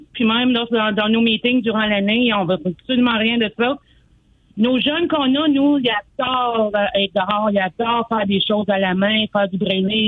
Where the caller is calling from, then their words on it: Rockland, Ontario, Canada; je suis de Rockland.